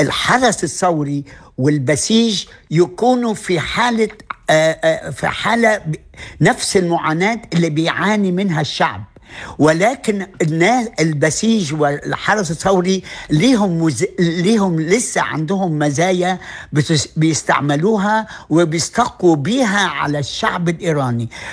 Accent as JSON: {"language": "Arabic", "country": "Egypt", "said": "يعني زي الأمن المركزي احنا عندنا في مصر"}